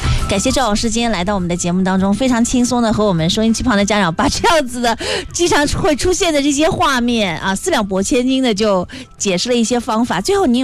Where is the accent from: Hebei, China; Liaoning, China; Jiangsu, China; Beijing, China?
Jiangsu, China; Nanjing; 我们南京话讲